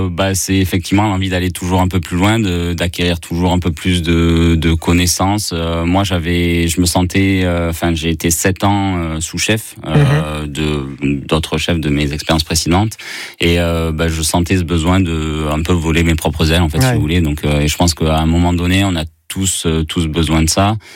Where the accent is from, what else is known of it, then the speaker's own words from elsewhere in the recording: Toulouse, Occitanie, France; moved away as an adult; Je viens de Toulouse à la base et j'ai fait le lycée hôtelier à Toulouse.